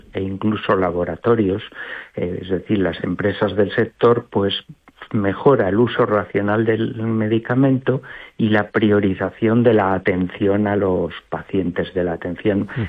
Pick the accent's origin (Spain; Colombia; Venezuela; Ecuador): Spain; Salamanca, Castile and León; Yo he elegido el parador porque soy salmantino.